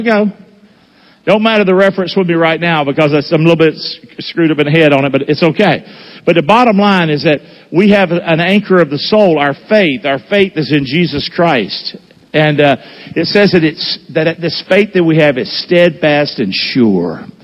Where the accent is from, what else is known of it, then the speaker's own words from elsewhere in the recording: Rockingham, United States; I grew up in Rockingham. I was a hellraiser. God was a cuss word in my house.